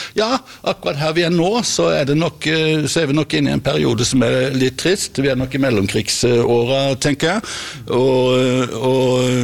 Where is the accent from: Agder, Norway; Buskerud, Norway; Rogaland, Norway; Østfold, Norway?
Agder, Norway; Lillesand; Ja, jeg er fra Lillesand. Jeg tar båten bort.